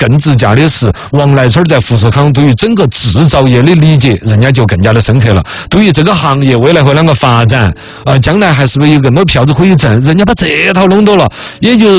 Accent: China; 在我们中国人的文化当中

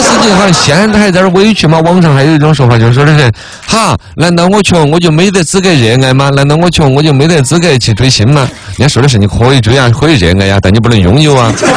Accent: China; 我们中国人

